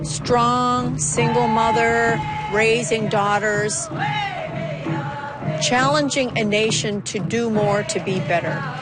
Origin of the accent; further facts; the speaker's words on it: Stephenville, Newfoundland and Labrador, Canada; now in Corner Brook, Canada; I'm a knowledge keeper and a feather carrier. I live here in Cornerbrook. I'm from Stephenville originally.